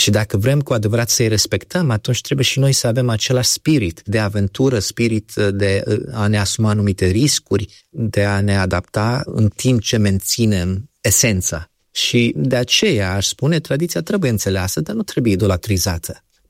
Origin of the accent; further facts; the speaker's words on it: Romania; se vorbește despre neamul român, anumite valori pe care noi le avem ca români.